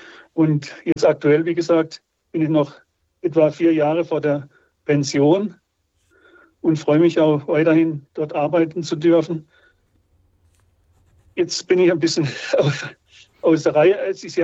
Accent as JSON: {"language": "German", "region": "Baden-Württemberg", "country": "Germany", "said": "ich stamme ja aus der Nähe von Freiburg"}